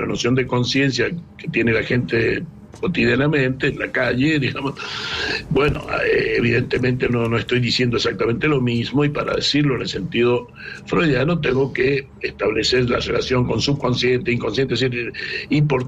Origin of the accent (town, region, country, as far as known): Argentina